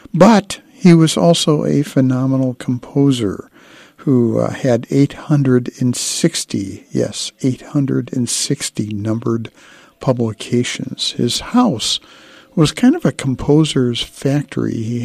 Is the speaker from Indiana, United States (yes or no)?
yes; Indiana, United States; I am from Indiana, have gone to the Indy 500 a couple of times